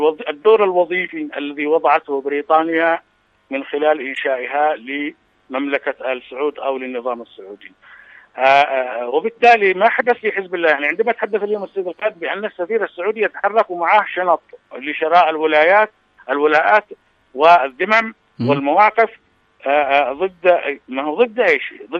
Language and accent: Arabic; Yemen; ودفاع عن كرامتنا كيمنيين